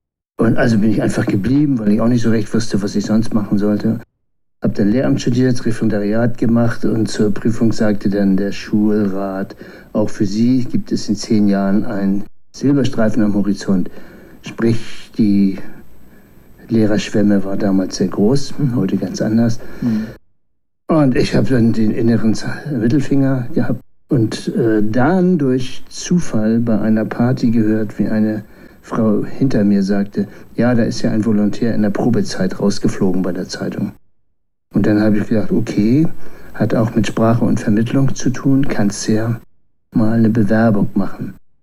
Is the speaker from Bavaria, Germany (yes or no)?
no; Lüneburg, Lower Saxony, Germany; ich bin in Lüneburg geboren, auf dem Dorf 10 Kilometer weiter aufgewachsen, zum Joanneum gegangen, vorm Abi zu Hause ausgezogen und mich durch Wohngemeinschaften in Stadt und Land geschlagen.